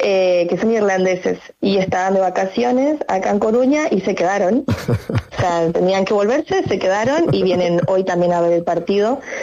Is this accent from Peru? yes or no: no; Argentina; now in Spain; O sea, todos somos argentinos, todos, da igual de donde seas, todos son argentinos.